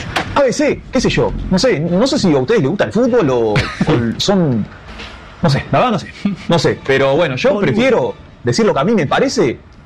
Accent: Uruguay; Hermano, tengo que salir de esa mediocridad, como uruguayo también lo digo, para salir adelante.

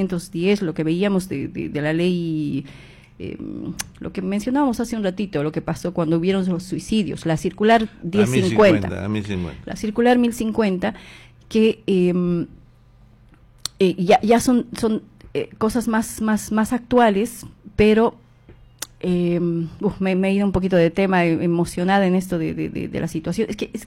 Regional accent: Bolivia; moved away

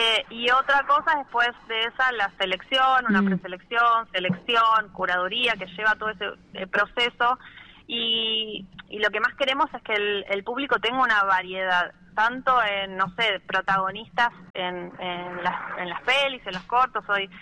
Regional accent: Buenos Aires, Argentina; moved away as an adult; now in Bariloche, Argentina; Yo estoy viviendo acá en Bariloche hace casi 20 años y soy oriunda de Buenos Aires

